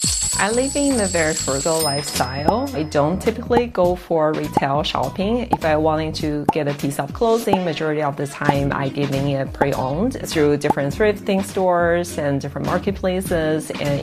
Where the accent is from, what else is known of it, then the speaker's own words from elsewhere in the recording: Kaifeng, Henan, China; moved away as an adult; also born or lived in Shanghai; now in United States; I was born and raised in Kaifeng, which is a small city in the middle part of China.